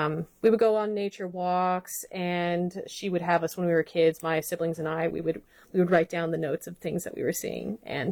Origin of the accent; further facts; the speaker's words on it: Orange, Virginia, United States; now in Baltimore, United States; I grew up in Orange, Virginia on a very large cattle ranch. Surrounded by nature all the time